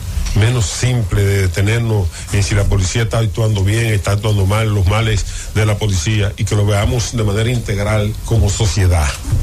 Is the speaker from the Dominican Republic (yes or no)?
yes; Dajabón, Dominican Republic; mi provincia natal, Dajabón